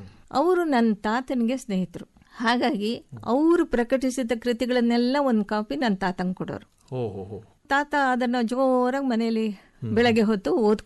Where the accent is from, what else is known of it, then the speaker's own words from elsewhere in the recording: Shivamogga, Karnataka, India; moved away as an adult; also born or lived in Madhya Pradesh / Mysuru; ಬೆಳೆದಿದ್ದು ಪ್ರಾಥಮಿಕ ಶಿಕ್ಷಣ, ಮಾಧ್ಯಮಿಕ ಶಿಕ್ಷಣ, ಕಾಲೇಜು ಶಿಕ್ಷಣ ಎಲ್ಲ ಶಿವಮೊಗ್ಗದಲ್ಲಿ. ಪೋಸ್ಟ್ ಗ್ರಾಜುಯೇಷನ್ ಮಾಡಬೇಕಾದ್ರೆ ಮೈಸೂರಿಗೆ ಬರಬೇಕಾಗಿತ್ತು.